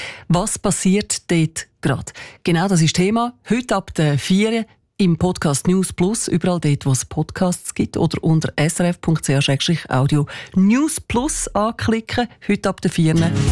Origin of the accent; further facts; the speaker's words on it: Switzerland; Wir haben ja bei uns in der Schweiz wirklich eigentlich alles, was man sich so wünscht.